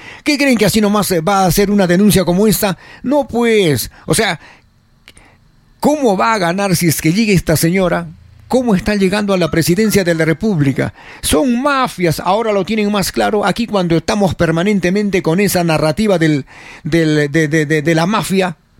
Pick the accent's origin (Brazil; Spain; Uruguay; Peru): Peru